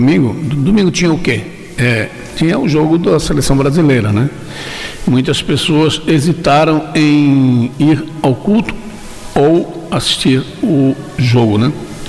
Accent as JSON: {"language": "Portuguese", "country": "Brazil", "said": "sou brasileiro desde pequenininho e sou bem patriota"}